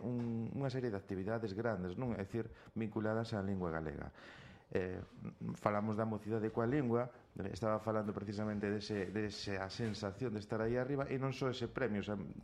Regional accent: Galicia, Spain; Eu veño incorporado, que son da Mariña.

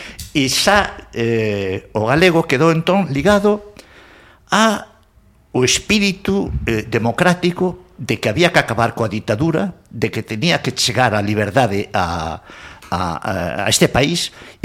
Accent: Vigo, Galicia, Spain; also born or lived in Madrid; eu son fillo de Navarro, máis de galega, polo tanto, na miña casa se falaba básicamente en castelán, nos xesuítas de Vigo, onde estuve 11 años, se falaba absolutamente en castelán

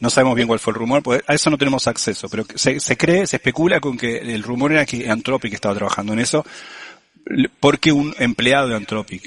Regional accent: Argentina; yo como argentino uso un solo apellido

